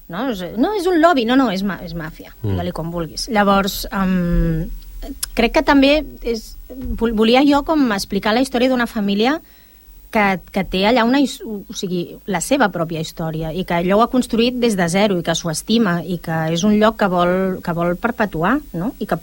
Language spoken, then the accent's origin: Catalan; El Prat de Llobregat, Catalonia, Spain